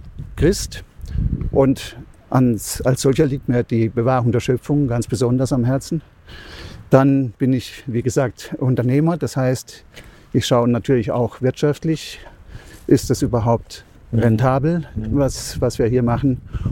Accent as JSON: {"language": "German", "town": "Freiburg", "region": "Baden-Württemberg", "country": "Germany", "said": "ich bin Freiburger"}